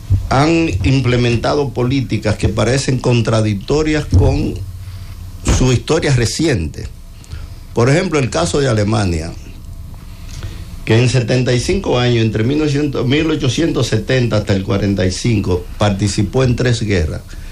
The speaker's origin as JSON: {"language": "Spanish", "country": "Dominican Republic"}